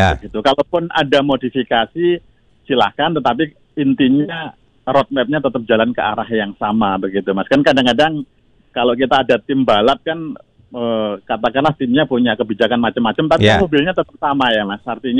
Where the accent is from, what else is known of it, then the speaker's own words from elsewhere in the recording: Bojonegoro, East Java, Indonesia; Kebetulan saya dari Bojonegoro, Mas.